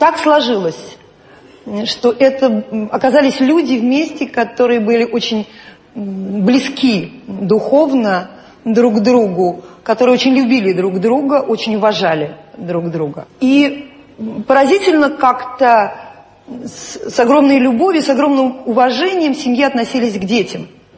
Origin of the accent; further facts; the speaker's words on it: Saint Petersburg, Russia; born there; Я родилась в Ленинграде 1 июня 1955 года в большой семье.